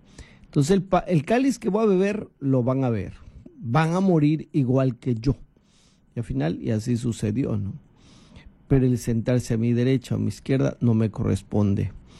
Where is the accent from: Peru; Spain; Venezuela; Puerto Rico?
Peru; somos libres los peruanos